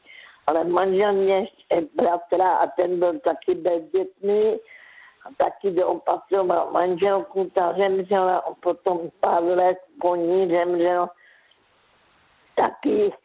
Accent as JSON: {"language": "Czech", "town": "Karolinka", "region": "Zlín Region", "country": "Czechia", "lives_now": "Zlín, Czechia", "said": "já pocházím z Karolínky, tak tam jsem pracovala v kartonáři ve sklárně"}